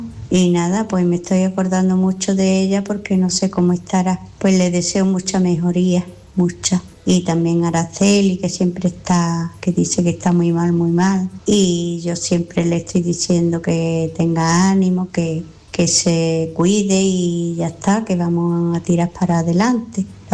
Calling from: Málaga, Andalusia, Spain; de Málaga.

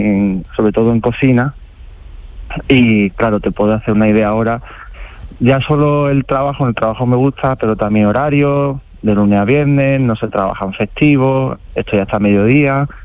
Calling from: Málaga, Andalusia, Spain; En Málaga.

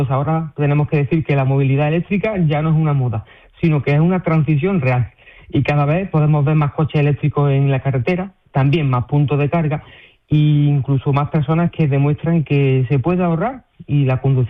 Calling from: Utrera, Andalusia, Spain; Estamos en Utrera, en Sevilla.

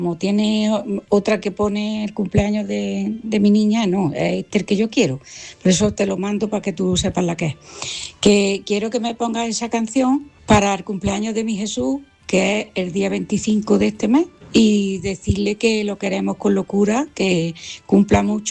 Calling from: Jaén, Andalusia, Spain; Hola Manolo

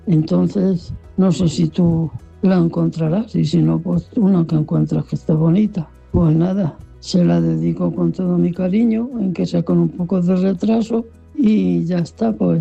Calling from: Torre de Juan Abad, Castilla-La Mancha, Spain; aquí de Torre de Juan Abad

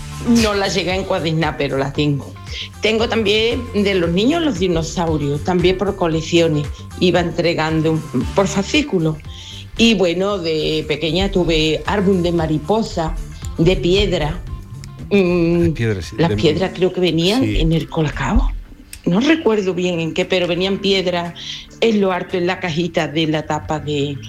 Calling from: Dos Hermanas, Andalusia, Spain; de Dos Hermanas.

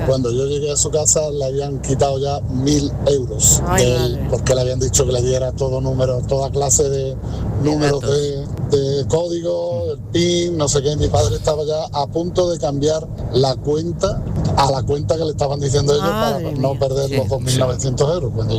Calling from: Huelva, Andalusia, Spain; de Huelva.

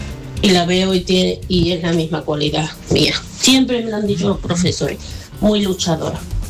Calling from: Seville, Andalusia, Spain; yo soy … de Sevilla

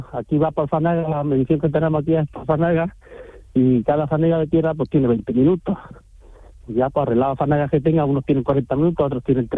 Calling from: Fonelas, Andalusia, Spain

